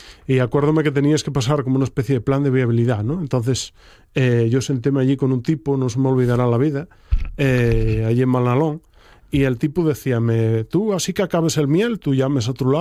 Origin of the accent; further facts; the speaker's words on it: Oviedo, Asturias, Spain; Y yo nací en Uvieu y críeme en Uvieu y pasé toda la vida en Uvieu hasta los 27 o 28.